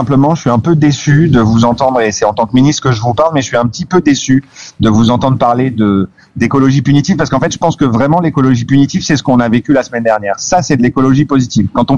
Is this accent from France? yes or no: yes; France; en tant que Français